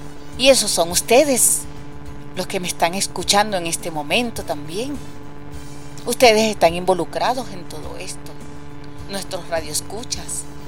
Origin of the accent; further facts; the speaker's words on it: Venezuela; enlazarnos como venezolanos, porque somos, el venezolano es uno